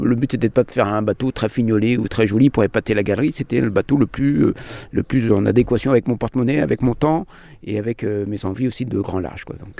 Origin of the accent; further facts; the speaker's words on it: Brittany, France; Je suis breton d'origine, mais il n'y a pas de marin dans ma famille, ni dans mes ancêtres.